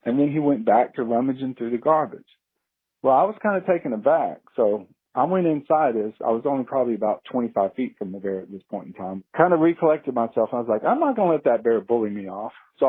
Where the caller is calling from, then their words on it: Gulf Breeze, Florida, United States; I'm calling from Gulf Breeze, Florida, which is in the Florida Panhandle.